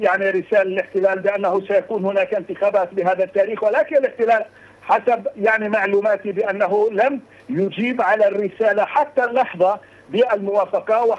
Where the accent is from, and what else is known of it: Palestine